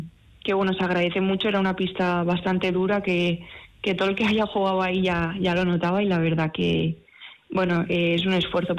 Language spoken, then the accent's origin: Spanish; Pamplona, Navarre, Spain; yo, por ejemplo, que soy de aquí de Iruña